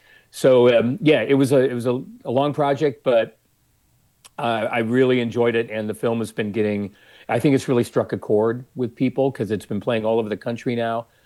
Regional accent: Seattle, Washington, United States; I'm from Seattle

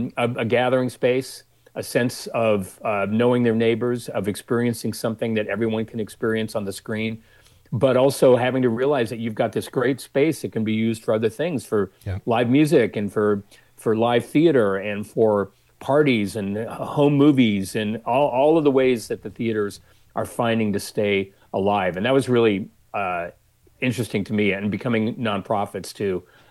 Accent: Seattle, Washington, United States; I'm from Seattle

